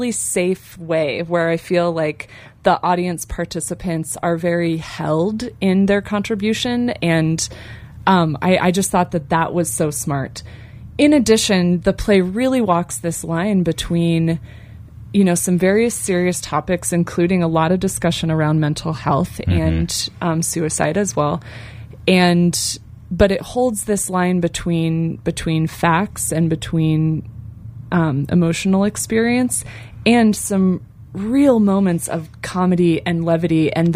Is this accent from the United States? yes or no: yes; Glenwood Springs, Colorado, United States; now in Carbondale, United States; I've been in the Valley a long time. I actually was born and raised in Glenwood. And I've been in Carbondale since like 2012.